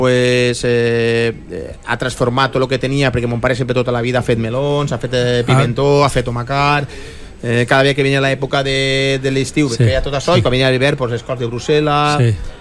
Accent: Valencian Community, Spain; moved away as an adult; now in Valencia, Spain; jo mantinc una casa allí en el meu poble

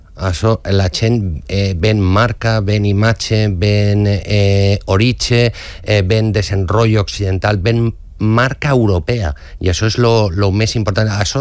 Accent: Valencian Community, Spain; com a valencià me dol

